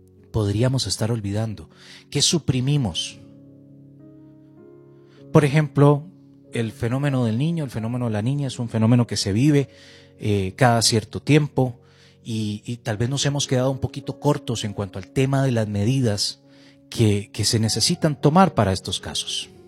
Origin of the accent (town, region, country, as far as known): Costa Rica